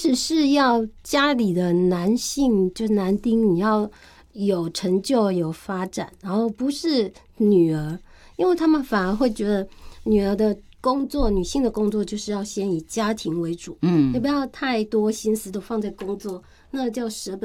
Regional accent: Erlin, Changhua County, Taiwan; 我是彰化人。

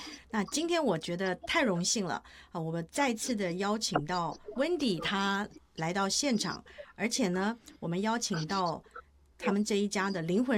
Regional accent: Taiwan; 当时我非常惊讶的发现说，哇，竟然有跟我一样来自台湾的这个同乡哦

